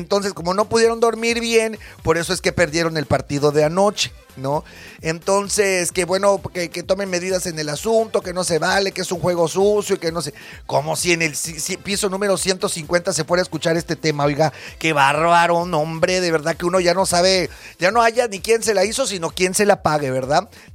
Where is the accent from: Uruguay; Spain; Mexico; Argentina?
Mexico; Los mexicanos en realidad aguantamos mucho, somos muy aguantadores.